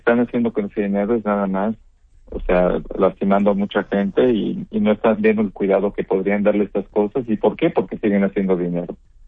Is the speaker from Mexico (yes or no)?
yes; Mexico; moved away; yo soy un hijo, yo soy niño mexicano, muy orgulloso de haber crecido ahí